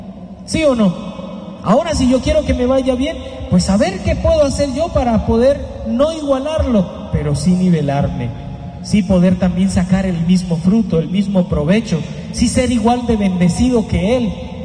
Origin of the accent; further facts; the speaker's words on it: Colombia; Por eso para nosotros que somos colombianos, siempre compramos las cosas nuevecitas.